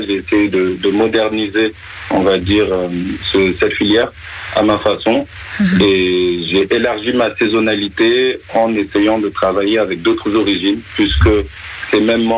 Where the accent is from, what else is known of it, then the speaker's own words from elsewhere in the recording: Senegal; now in Geneva, Switzerland; chez nous en Afrique, au Sénégal, d'où je suis originaire